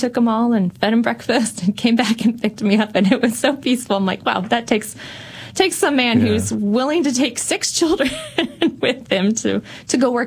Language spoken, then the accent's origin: English; Rolla, Missouri, United States; I'm from Rolla, so he married the townie.